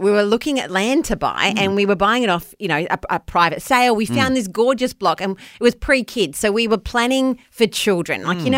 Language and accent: English; New Zealand; now in Australia; Yeah, because I'm a Kiwi.